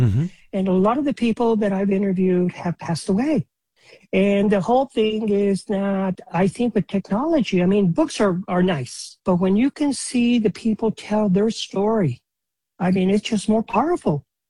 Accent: Antonito, Colorado, United States; I grew up in Antonito, you know? My dad had a nightclub. We did a lot of weddings and parties and all that. So we got to know the community.

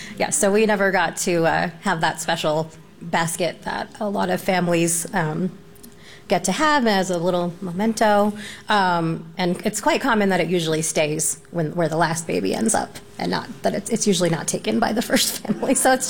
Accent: Denver, Colorado, United States; I grew up in Denver, and I went to schools where I was the only person of color

